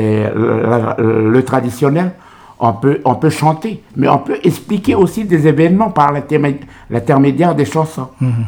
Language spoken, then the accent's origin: French; New Caledonia